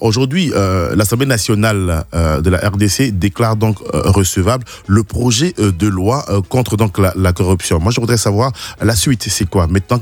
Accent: Côte d’Ivoire; chez nous en Côte d'Ivoire, on habite à Akouedo.

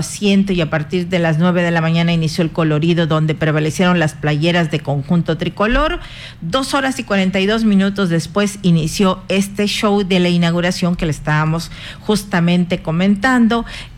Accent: Mexico

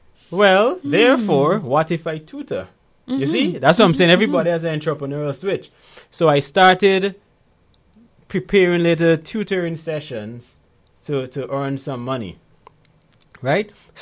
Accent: Guyana; born there; I remember when I just moved back to Guyana in 2016. Right, I was born in Guyana, by the way.

